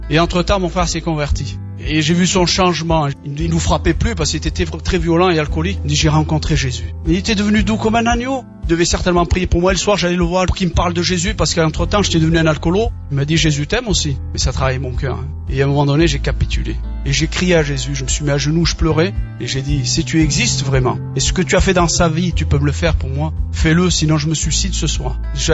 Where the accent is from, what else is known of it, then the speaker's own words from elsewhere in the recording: Algeria; Je suis algérien, on est issu d'une famille nombreuse de 14 frères et sœurs.